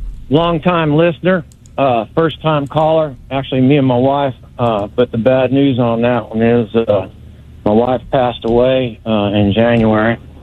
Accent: Georgia, United States; now in California, United States; I'm from Georgia. I come out here in the Air Force back in the 70s and met a California girl

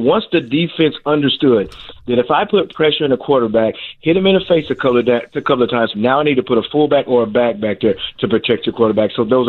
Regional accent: Denver, Colorado, United States; And the funny thing about it is I'm from Denver, Colorado, grew up watching John Elway.

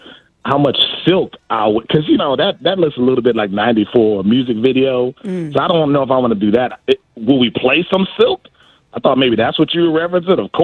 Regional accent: Milwaukee, Wisconsin, United States; Like, hey, I'm from Milwaukee, the Brewers should have.

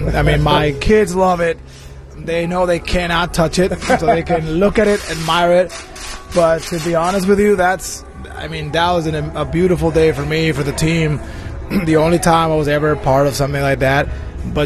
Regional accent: Milwaukee, Wisconsin, United States; this is my hometown. Like, the Brewers, Milwaukee is my team.

